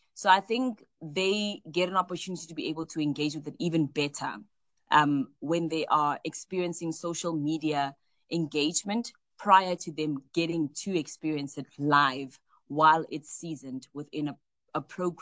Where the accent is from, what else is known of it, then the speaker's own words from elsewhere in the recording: South Africa; who I am as a South African.